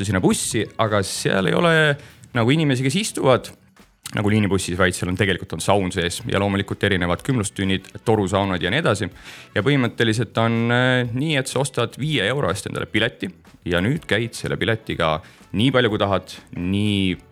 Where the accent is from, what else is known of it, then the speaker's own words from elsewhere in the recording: Valga, Valga County, Estonia; No üks asja on kindlasti see, et me oleme sealt kõik pärit